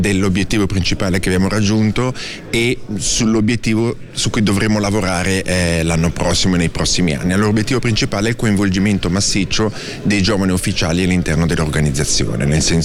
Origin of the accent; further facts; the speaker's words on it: Ticino, Switzerland